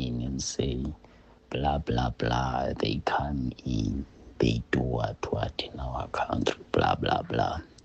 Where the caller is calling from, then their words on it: South Africa; I'm a South African